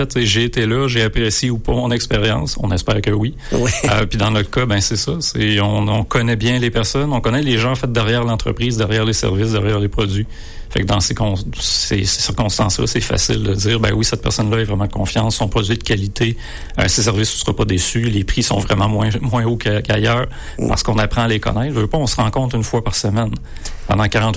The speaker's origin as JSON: {"language": "French", "region": "Quebec", "country": "Canada", "tie": "born or raised there", "also_born_or_lived": "Rimouski / Sept-Îles / Matane", "said": "je suis né à Rimouski, mais je suis resté quelques mois. Après, ça a été Sept-Îles, après Matane, après Québec, après Sainte-Foy dans Québec. Je me promenais un peu partout dans la province, sauf en Gaspésie, étonnamment."}